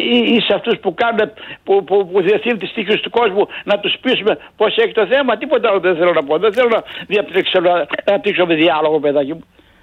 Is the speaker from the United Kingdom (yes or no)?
yes; United Kingdom; Βρετανία.